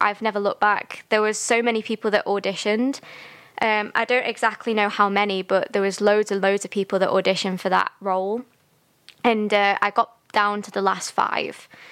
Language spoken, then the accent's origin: English; Stoke-on-Trent, West Midlands, United Kingdom; Like, I'm from Stoke, obviously, but there's people from Manchester, and it's the Manchester Culture Awards. So in my head, I was thinking, right, I'm a Stoke person